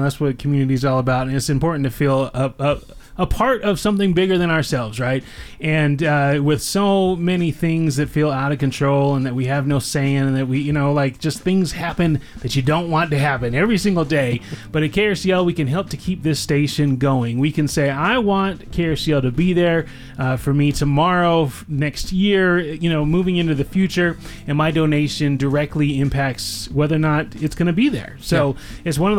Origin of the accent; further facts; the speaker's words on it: Utah, United States; early 90s as a teenager growing up in Utah